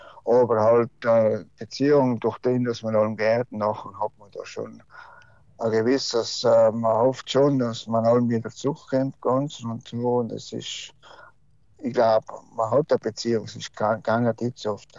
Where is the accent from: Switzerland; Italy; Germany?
Italy; South Tyrol; das sind die Probleme und mit die Massen sind bei uns im Westen von Südtirol sowieso, haben wir noch nichts Problem.